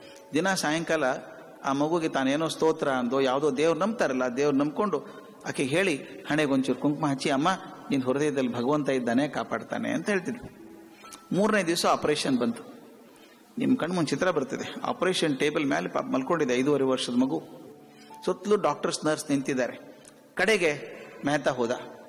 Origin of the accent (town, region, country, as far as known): Karnataka, India